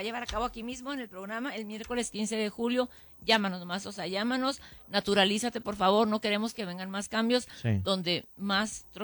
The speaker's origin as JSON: {"language": "Spanish", "town": "Ciudad Juárez", "region": "Chihuahua", "country": "Mexico", "said": "Recuérdense, somos Rarámuris de Ciudad Juárez, pidan por nosotros, por favor."}